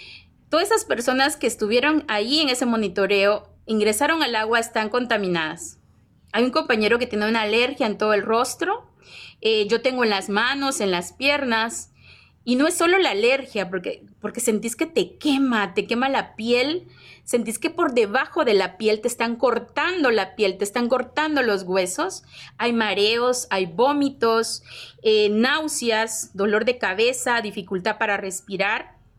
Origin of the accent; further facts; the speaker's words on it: Guatemala; somos guatemaltecos, aunque estemos en la frontera, Maco.